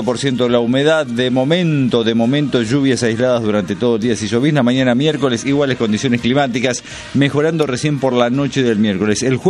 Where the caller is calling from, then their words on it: Perico, Jujuy, Argentina; Hola, muy buenos días … de Perico, Jujuy, acá el cielo nublado, viejo, y así se mantiene desde hace otra semana con llovizna.